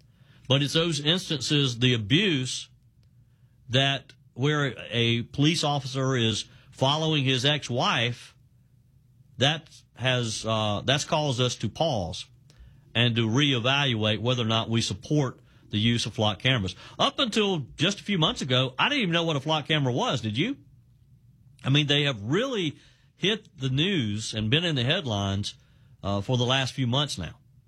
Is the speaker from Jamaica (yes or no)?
no; South Carolina, United States; A county here in my home state of South Carolina, Oconee County